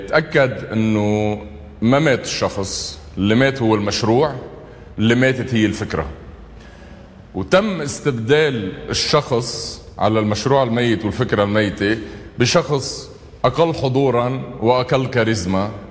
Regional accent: Lebanon; نحن كلبنانيين الدولة شو عملت

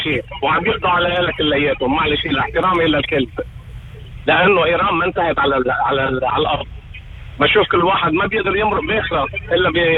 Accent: Lebanon; أنا لبناني وحياة عينك، ومعي باسبور لبنان

